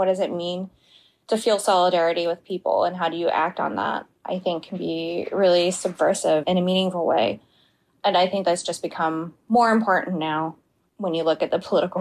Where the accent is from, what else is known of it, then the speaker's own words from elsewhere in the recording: Virginia, United States; But growing up where I did, and specifically learning about th